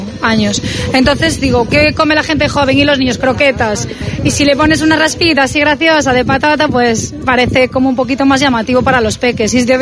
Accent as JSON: {"language": "Spanish", "town": "Ourense", "region": "Galicia", "country": "Spain", "said": "Yo soy de Orense, de la capital. Luego tenemos familia en Sinzo, por esa zona."}